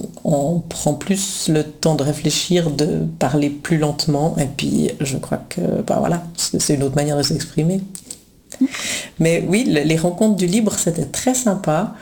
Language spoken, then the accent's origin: French; Winterthur, Zurich, Switzerland; born there; Absolument, je suis née à Winterthur, qui est une ville de Suisse allemande